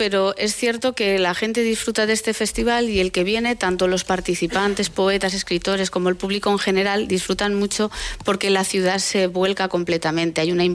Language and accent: Spanish; Aragon, Spain; now in Barbastro, Spain; que yo vivo en Barbastro, pero procedo de la Ribagorza, de esos pequeños pueblos, de esas casas que te he comentado